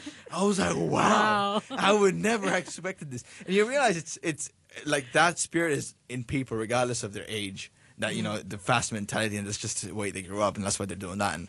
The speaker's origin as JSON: {"language": "English", "country": "Bangladesh", "tie": "born or raised there", "moved": "yes", "lives_now": "Hong Kong", "said": "And I came from that because I grew up in Bangladesh entirely."}